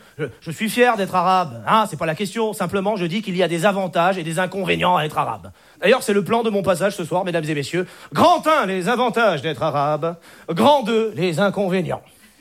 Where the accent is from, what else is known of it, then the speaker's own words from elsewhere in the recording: France; born there; moi, je parle français, je suis né en France, j'ai fait mes études en France, je paie mes impôts en France